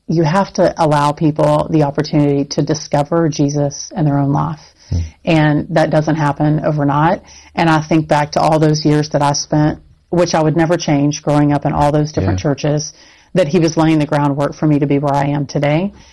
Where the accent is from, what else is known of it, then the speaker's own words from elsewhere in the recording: Texas, United States; Growing up in Texas, it was okay to save the baby, but perfectly normal to execute the criminal.